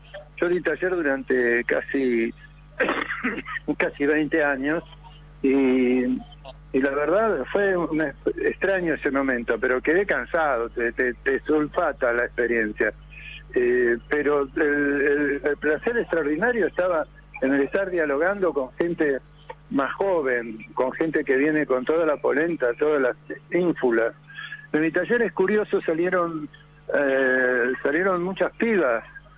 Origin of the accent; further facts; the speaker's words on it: Buenos Aires, Argentina; yo tengo 78, Víctor Hugo. Cuando yo era pibe, yo nací en Mataderos, en un barrio de calle de tierra, y nadie leía en el barrio.